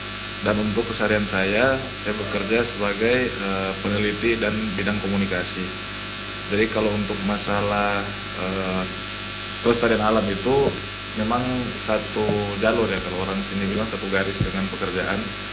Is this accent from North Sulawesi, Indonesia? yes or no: yes; North Sulawesi, Indonesia; karena sebagai dari identitas kita sebagai orang Minahasa